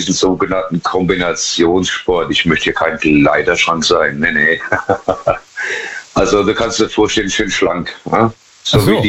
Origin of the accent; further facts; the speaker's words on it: Pirmasens, Rhineland-Palatinate, Germany; Ich bin aus der Pfalz, Pirmasens.